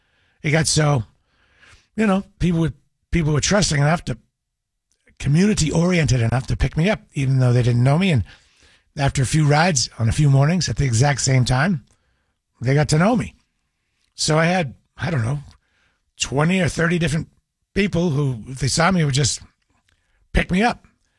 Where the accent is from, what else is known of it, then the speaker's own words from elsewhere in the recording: United States; I'm clearly an American.